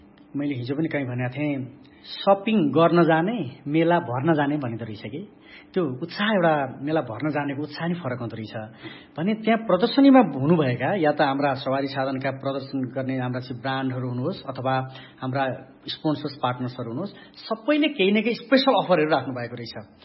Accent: Khotang, Koshi Province, Nepal; born there; moved away; मेरो घर खोटाङ हो, म यहाँबाट करिब 200-300 किलोमिटर

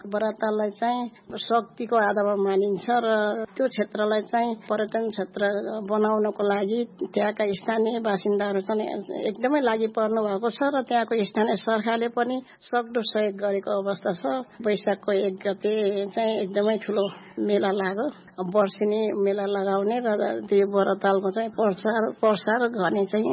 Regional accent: Baglung, Gandaki Province, Nepal; born there; also born or lived in Kateri, Tamankhola Rural Municipality; मेरो जन्मथलोको हेर्दाखेरि चाहिँ सामुदायिक वन भनेर चाहिँ एउटा वनलाई चाहिँ त्यो घोषणा गरेको छ, बागलुङको तमनखोला गाउँपालिका वडा नम्बर ५ खुङखानीमा।

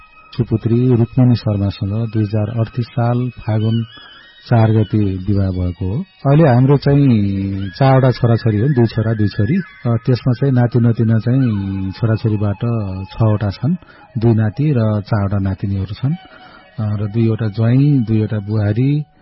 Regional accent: Musikot, Karnali Province, Nepal; मेरो चाहिँ जन्मस्थल रुकुम पश्चिम मुसिकोट नगरपालिका वडा नम्बर 5 हालको सिरीगाउँ भन्ने ठाउँमा

